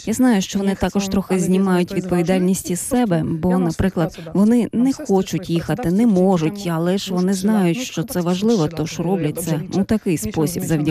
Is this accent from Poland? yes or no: yes; Poland; ми з Польщі